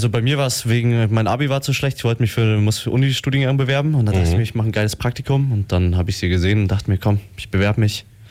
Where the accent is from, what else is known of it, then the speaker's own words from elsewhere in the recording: Memmingen, Bavaria, Germany; Ich komme aus Memmingen.